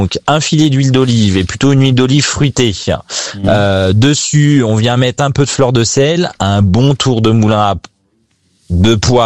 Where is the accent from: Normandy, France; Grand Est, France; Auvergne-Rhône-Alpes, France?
Normandy, France; parce que je suis normand et que j'adore l'acidité.